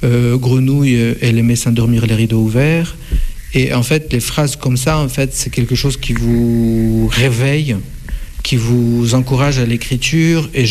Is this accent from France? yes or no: no; Russia; moved away; la mémoire de ma jeunesse et la mémoire de la Russie de ma jeunesse